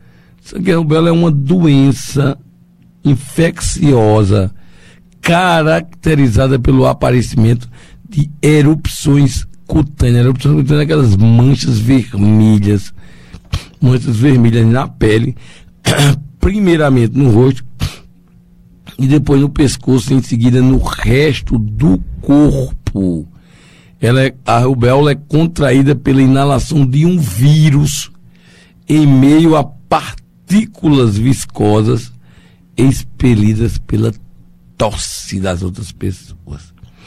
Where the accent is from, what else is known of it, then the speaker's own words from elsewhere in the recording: Campina Grande, Paraíba, Brazil; Mandando um abraço fraterno a todos os meus amigos daqui de Campina Grande, a minha cidade natal.